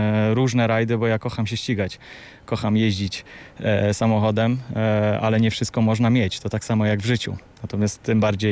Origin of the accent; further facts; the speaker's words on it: southern Poland, Poland; to są moje rodzinne strony, ale nie przejeżdżam tamtędy na co dzień